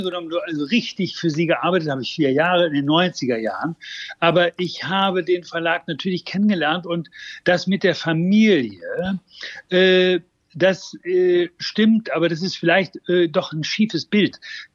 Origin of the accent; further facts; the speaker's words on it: Hamburg, Germany; zumindest in Berlin und ich glaube auch in Hamburg, wo ich herkomme, schon die ersten Frauenbuchläden